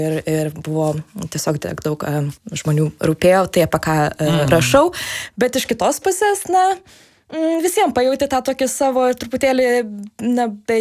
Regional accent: Kaunas, Kaunas County, Lithuania; moved away as an adult; o aš iš Kauno

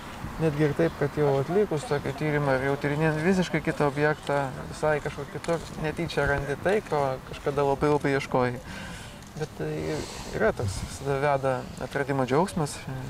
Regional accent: Aukštaitija, Lithuania; born or raised there

